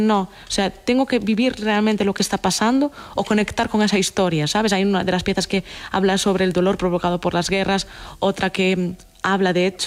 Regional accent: Galicia, Spain; Y yo como buena gallega, también.

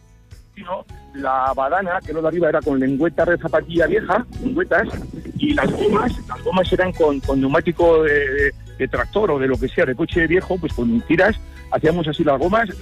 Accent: Villamayor de Monjardín, Navarre, Spain; cuando en la fiesta de mi pueblo, de Villamayor de Mojardín, que es un pueblo chiquitísimo

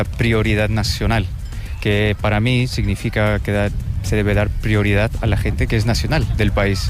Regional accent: Germany; Spanish is a second language; Soy mitad ecuatoriano, mitad alemán.

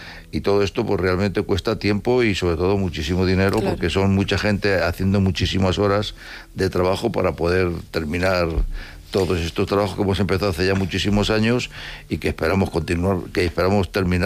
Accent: Madrid, Community of Madrid, Spain; la verdad que yo soy de Madrid, pero bueno, ten por seguro que la copla ha sido uno de los elementos musicales más importantes que ha habido en este país durante muchos años.

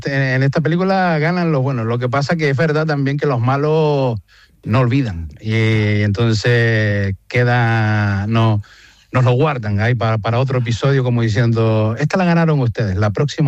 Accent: Agüimes, Canary Islands, Spain; Esto somos la gente de Agüimes, somos la gente del sureste, somos así, tenemos este perfil

